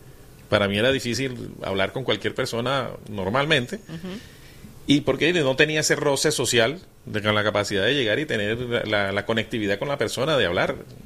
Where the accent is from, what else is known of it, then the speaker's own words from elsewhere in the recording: Barranquilla, Atlántico, Colombia; Soy de Barranquilla, amigo de Marenco, afortunadamente hace como unos 4 o 5 años.